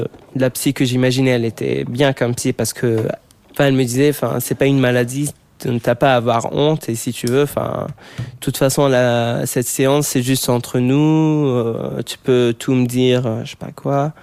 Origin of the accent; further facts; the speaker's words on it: Egypt; also born or lived in Abu Dhabi; now in Paris, France; J'ai 18 ans, je suis égyptien et c'est ma première année dans une école d'art à Paris.